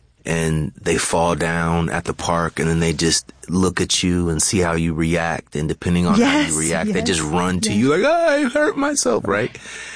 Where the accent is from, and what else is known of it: California, United States; born or raised there